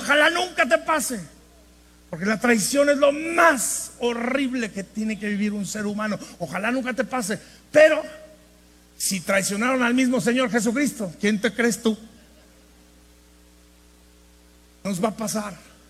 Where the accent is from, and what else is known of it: northern Mexico, Mexico